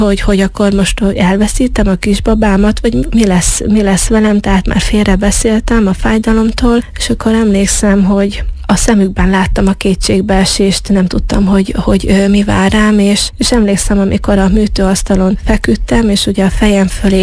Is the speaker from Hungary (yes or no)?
no; Zakarpattia Oblast, Ukraine; born or raised there; first language Hungarian; moved away